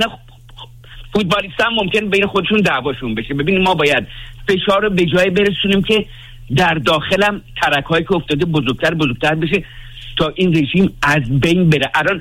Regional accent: Iran; من واقعا به عنوان یه ایرانی

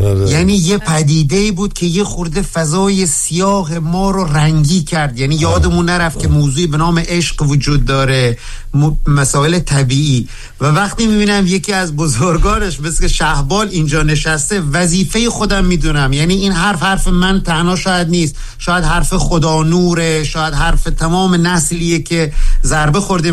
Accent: southern Iran, Iran; من تو جنگ بزرگ شدم، تو جنوب، متولد 58 ام.

